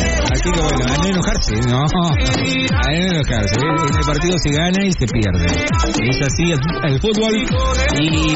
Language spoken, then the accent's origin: Spanish; Argentina; Soy argentino, sí, está todo bien, pero hay que reconocer las cosas como son, ¿eh?